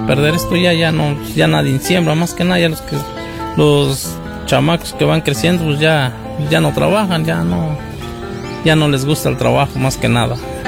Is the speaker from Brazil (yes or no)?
no; San Bartolo Tutotepec, Hidalgo, Mexico; also born or lived in El Casío; No, nativo ahí del Encinal.